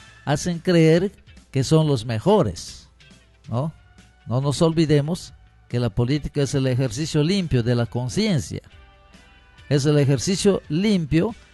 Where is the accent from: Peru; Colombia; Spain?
Peru; hay instituciones del Poder Ejecutivo, del Poder Judicial, del Poder Legislativo, pero todos somos peruanos.